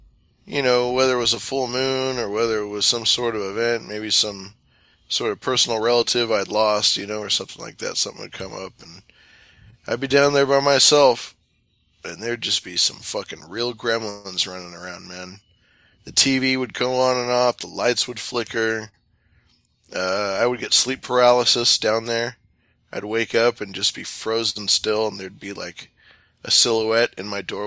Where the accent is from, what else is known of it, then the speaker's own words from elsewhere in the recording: California, United States; I grew up in the Sacramento River Delta region, which back in the day of the early California pioneer days, they used to call that area the wilds